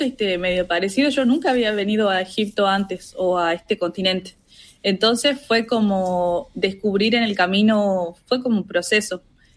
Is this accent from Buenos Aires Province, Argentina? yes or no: no; Tartagal, Salta, Argentina; now in Egypt; Soy argentina, soy de Salta, de una ciudad que se llama Tartagal, al norte.